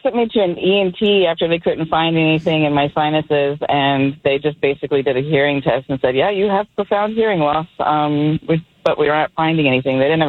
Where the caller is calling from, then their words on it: Farmville, Virginia, United States; I'm calling from Farmville, Virginia.